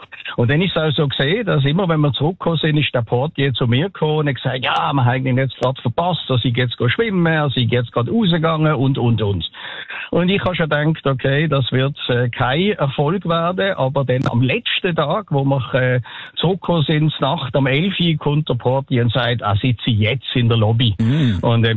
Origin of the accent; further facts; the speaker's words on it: Lucerne, Switzerland; hat mich gefragt, wo ich herkomme. Und dann hat er gesagt, aus Luzern.